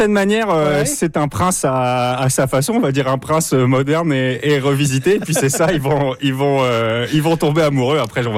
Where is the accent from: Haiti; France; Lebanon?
France; moved away; Alors, moi, je viens de France et puis je pense qu'on est dans la position où était, ça s'entend, hein, la position où était la France